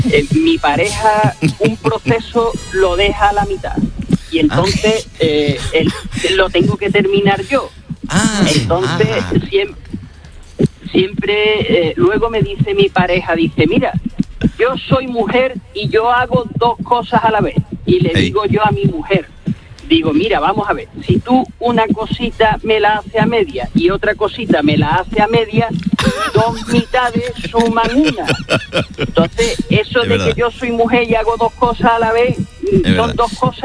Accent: Algeciras, Andalusia, Spain; porque yo soy de Algeciras

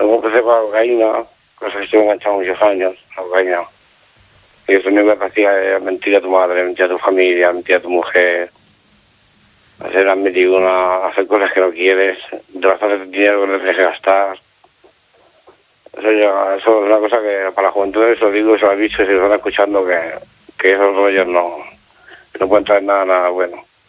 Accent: Lleida, Catalonia, Spain; Yo soy de Lleida.

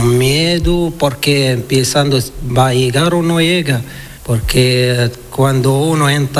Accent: Laayoune, Western Sahara; moved away as an adult; Soy del Sahara Occidental, de la Yun capital.

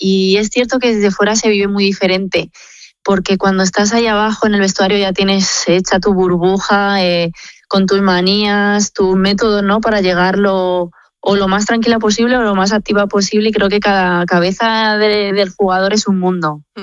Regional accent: Community of Madrid, Spain; no soy de Cimpozuelo, pero al final sigue siendo Madrid y sigo siendo madrileña.

